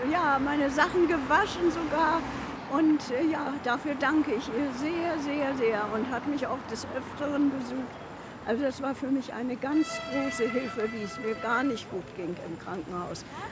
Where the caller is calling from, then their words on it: Germany; Ich komme an für sich aus Hamm.